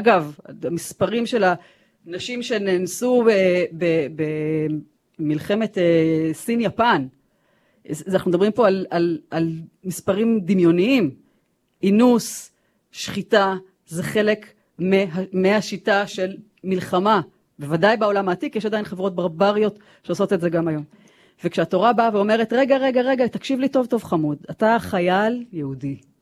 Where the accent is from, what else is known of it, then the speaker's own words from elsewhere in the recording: Jerusalem, Jerusalem District, Israel; אנחנו הרי לא ממעלה אדומים, אנחנו ירושלמים